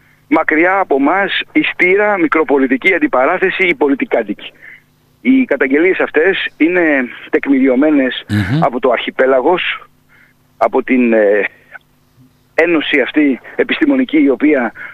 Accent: Greece; ως νησιώτης κι εγώ μεγάλωσα σε ένα σπίτι

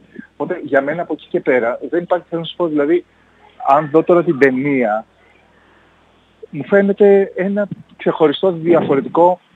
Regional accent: Thessaloniki, Central Macedonia, Greece; Όταν είμαι εδώ, στη Θεσσαλονίκη, στην πόλη μου, και βγαίνω από το θέατρο

